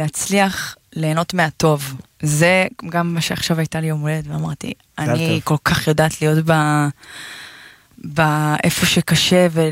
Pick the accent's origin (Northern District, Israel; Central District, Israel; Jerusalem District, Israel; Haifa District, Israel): Central District, Israel; Gan Yavne; born there; כילדה גדלתי זמרת וזה, וידעתי שאני כזה בגן יבנה